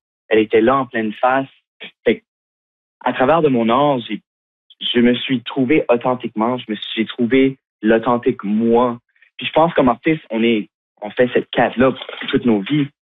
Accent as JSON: {"language": "French", "town": "Shediac", "region": "New Brunswick", "country": "Canada", "tie": "born or raised there", "said": "en grandissant à Shediac, moi, je connaissais pas de femmes trans."}